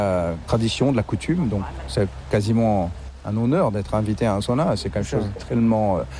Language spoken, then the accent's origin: French; France; surtout nous, en tant que Français.